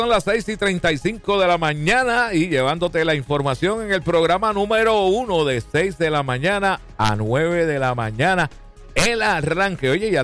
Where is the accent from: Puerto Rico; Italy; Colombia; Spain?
Puerto Rico; Fajardo; born there; Yo nací en Gubern, en Fajardo.